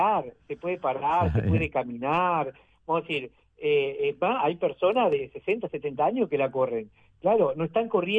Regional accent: Uruguay

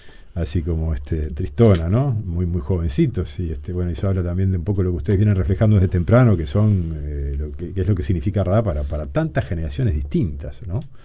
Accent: Uruguay

